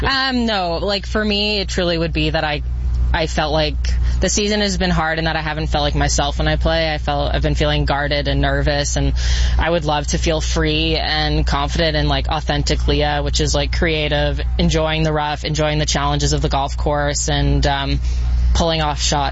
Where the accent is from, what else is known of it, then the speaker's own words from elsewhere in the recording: Canada; I mean, Canada, we have lots to be proud of. I love being Canadian.